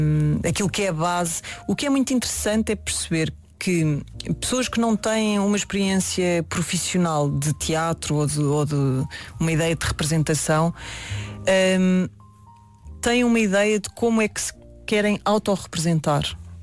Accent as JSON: {"language": "Portuguese", "region": "Alentejo", "country": "Portugal", "said": "eu como eu sou alentejana, para mim seria quase ridículo imaginar um filme feito por atores no Alentejo a fingir que eram alentejanos."}